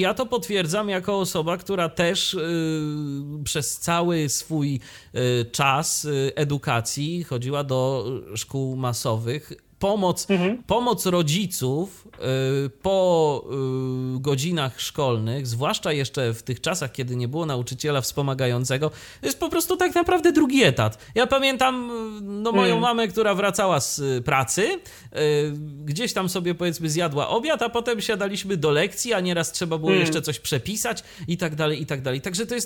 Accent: Iława, Warmian-Masurian Voivodeship, Poland; ja akurat jestem z Iławy, to jest miasto stosunkowo niewielkie

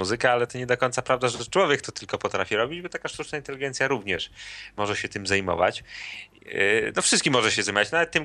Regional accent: Białystok, Podlaskie Voivodeship, Poland; dlaczego muzyka u nas w Podlasie, ja z Białegostoku teraz rozmawiałem, disco polo bardzo jest popularna

